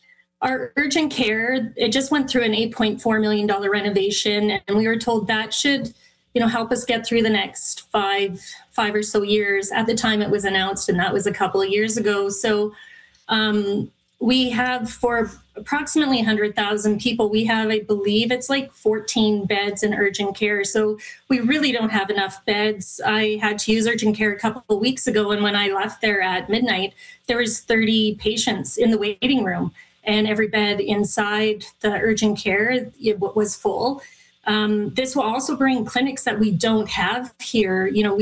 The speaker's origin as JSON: {"language": "English", "town": "Airdrie", "region": "Alberta", "country": "Canada", "tie": "born or raised there", "said": "Yeah, so I grew up here in Airdrie. I think we moved here in 1981, and it was just small and anything you need, you just went to Calgary for, and that for a time was acceptable."}